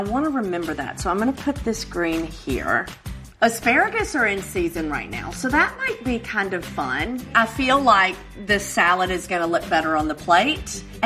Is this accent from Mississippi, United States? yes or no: yes; Oxford, Mississippi, United States; an outdoor brunch in my hometown, Oxford, Mississippi.